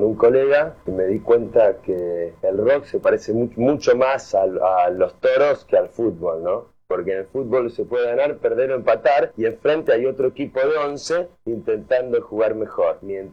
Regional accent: Argentina; also born or lived in Spain; yo soy argentino, pero también soy español y estoy muy orgulloso de ser español también.

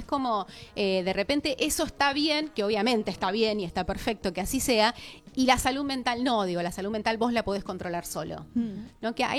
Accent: Argentina; cómo somos los argentinos

